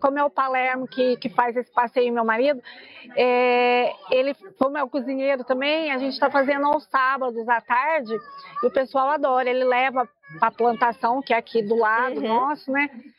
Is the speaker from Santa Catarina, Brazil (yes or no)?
no; Espírito Santo do Pinhal, São Paulo, Brazil